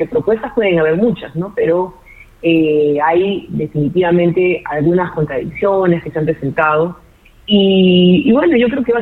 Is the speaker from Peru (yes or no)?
yes; Peru